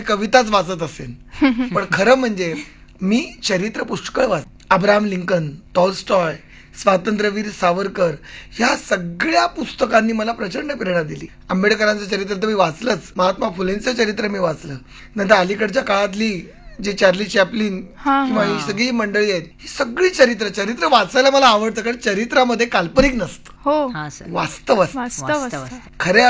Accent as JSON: {"language": "Marathi", "town": "Aurangabad", "region": "Maharashtra", "country": "India", "tie": "born or raised there", "said": "आमच्या शेजारी औरंगाबादला माझं बरंचसं बालपण गेलं औरंगाबादला, आणि त्या ठिकाणी आमच्या शेजारी एक ग्रहस्थ होत"}